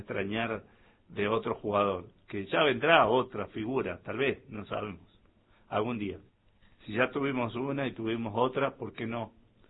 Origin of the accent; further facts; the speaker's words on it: Argentina; la herencia de valores de pasión y de genialidad, la que nos define a los argentinos.